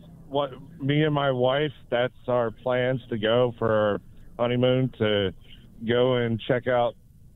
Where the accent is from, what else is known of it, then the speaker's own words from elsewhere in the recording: Maryland, United States; born there; I was born in Maryland